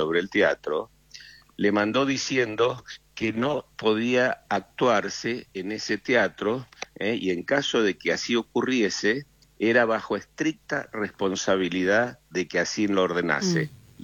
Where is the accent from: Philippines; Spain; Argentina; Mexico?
Argentina; nos ofende a todos como argentinos